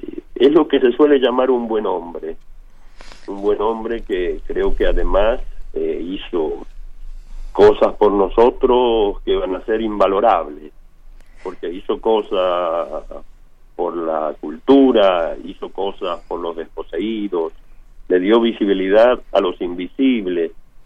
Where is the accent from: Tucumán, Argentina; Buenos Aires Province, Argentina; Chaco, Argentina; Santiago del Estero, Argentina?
Tucumán, Argentina; Yo, como soy de Tucumán